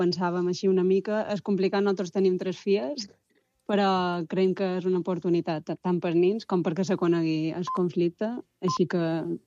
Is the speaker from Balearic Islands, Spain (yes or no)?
yes; Bunyola, Balearic Islands, Spain; nosaltres som de Bunyola